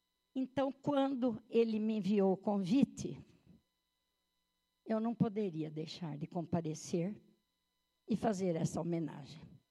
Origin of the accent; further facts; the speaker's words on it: Dois Córregos, São Paulo, Brazil; eu sou natural de Dois Córregos, né?